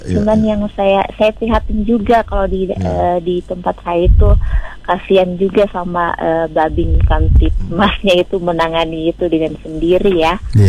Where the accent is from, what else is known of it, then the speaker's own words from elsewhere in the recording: Tolitoli, Central Sulawesi, Indonesia; Saya dari Sorotoli Mas Rudi.